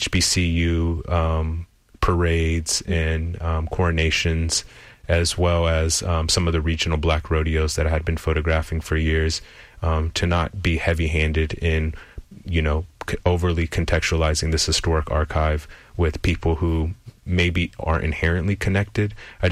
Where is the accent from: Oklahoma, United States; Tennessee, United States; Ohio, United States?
Oklahoma, United States; also born or lived in Austin; so I was born here in Austin, and in the third grade, I moved to Oklahoma, which is where my mother's family is from.